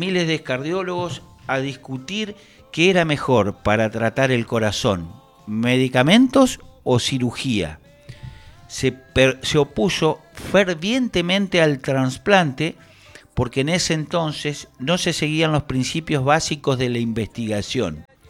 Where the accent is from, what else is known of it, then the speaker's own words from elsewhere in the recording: Argentina; después somos todos argentinos.